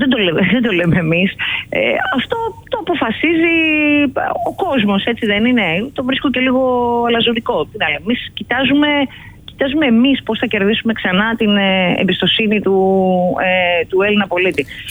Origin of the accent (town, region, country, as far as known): Grevena, Western Macedonia, Greece; born or raised there